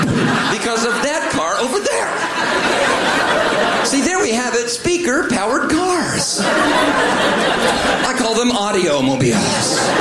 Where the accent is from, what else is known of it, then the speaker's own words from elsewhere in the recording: Indiana, United States; Now, of course, I didn't just grow up in any place in Indiana. I grew up in Central Indiana.